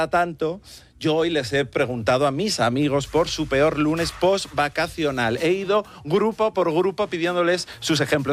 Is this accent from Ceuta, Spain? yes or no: no; Aragon, Spain; yo soy aragonés y ya sabemos en Aragón que lo único que hay que hacer para conseguir algo es ser un poquito más pesado